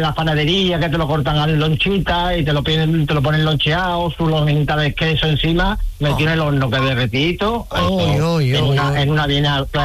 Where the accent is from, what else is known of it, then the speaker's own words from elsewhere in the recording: Andalusia, Spain; aunque yo siempre soy de Canal Sur, por mi tierra